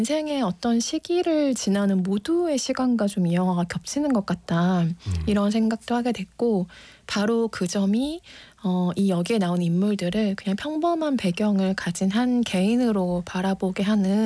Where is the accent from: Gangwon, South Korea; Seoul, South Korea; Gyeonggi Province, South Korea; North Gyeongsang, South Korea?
Seoul, South Korea; 저는 서울에서 나고 자라서 그냥 서울 안에서 생활하는 게 너무 익숙한 사람이었는데